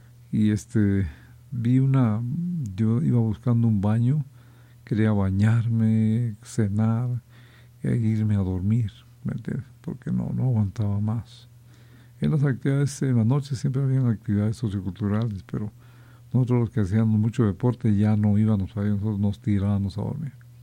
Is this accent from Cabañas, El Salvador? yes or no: no; Tejutla, Chalatenango, El Salvador; Yo soy de Tejutla.